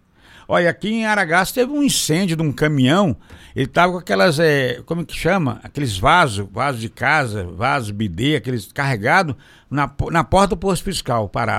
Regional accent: Goiás, Brazil; now in Barra do Garças, Brazil; Não é porque eu sou goiano, não.

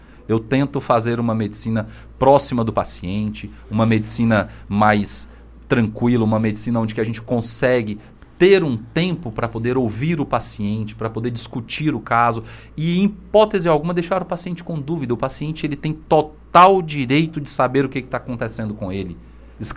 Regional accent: Aragarças, Goiás, Brazil; nascido e criado ali em Aragarças, na beira do rio Araguaia.

